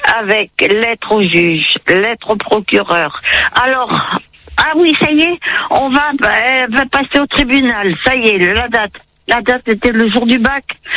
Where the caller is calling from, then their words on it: Bergerac, Nouvelle-Aquitaine, France; moi, j'habitais Bergerac à l'époque